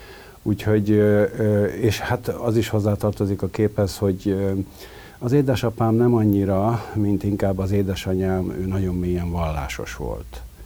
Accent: Budapest, Hungary; 50-ben születtem itt Budapesten, a belvárosba, még a Paulai Ede utca egy számba, ott ahol régen a Sirály étterem volt, ma már azt hiszem, hogy nincs ott az Erzsébet térnél. És egészen 8 éves koromig laktunk

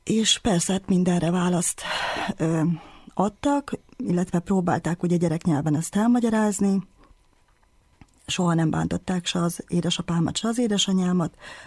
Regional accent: Hungary; amikor én megszülettem itt a fővárosba, akkor 8 naposan haza kerültem vidékre, és gyakorlatilag 8 naposan a nagymamámikhoz kerültem, akik felneveltek.

